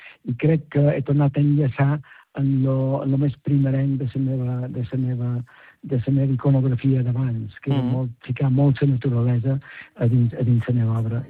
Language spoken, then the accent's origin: Catalan; Alaró, Balearic Islands, Spain; tinc una exposició aquí a l'Aró, al meu poble